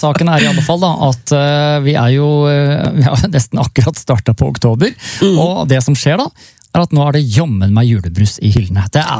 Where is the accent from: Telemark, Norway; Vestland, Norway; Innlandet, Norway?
Telemark, Norway; Porsgrunn; For jeg er jo fra Porsgrunn